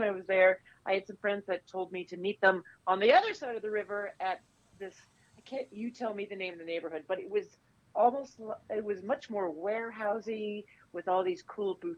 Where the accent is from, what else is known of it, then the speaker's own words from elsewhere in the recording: Canada; moved away as an adult; now in United States; as a Canadian, because I grew up and spent the first 30 years of my life in Canada.